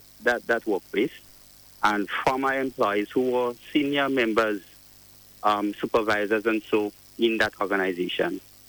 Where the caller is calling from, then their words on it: Saint Andrew, Jamaica; I'm calling from Parkland, St. Andrew.